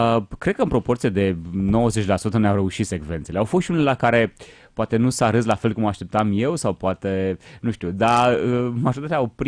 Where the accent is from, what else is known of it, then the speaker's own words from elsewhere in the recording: Brașov, Brașov County, Romania; pentru mine, ca brașovean, că noi avem gluma asta tot timpul, că noi ne culcăm oată cu găinile